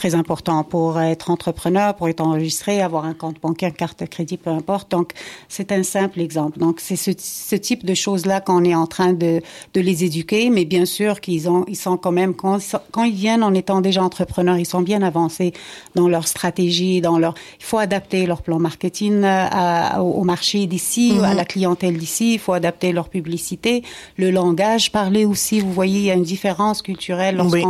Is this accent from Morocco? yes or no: yes; Morocco; now in Canada; moi, je viens du Maroc